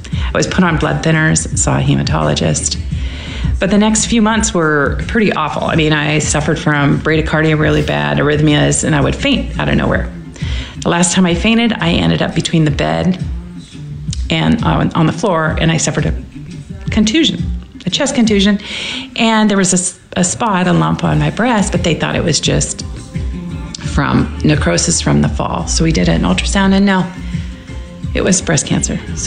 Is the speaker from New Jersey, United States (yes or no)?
no; Washington, United States; I'm from Washington State. Washington State was the first state that the virus showed up.